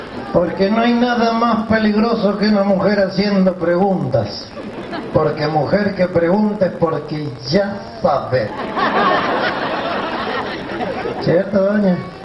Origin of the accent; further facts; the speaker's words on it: La Viña, Mendoza, Argentina; born there; Si ya no tenía ropa de esta porque yo nací en La Viña, en Mendoza.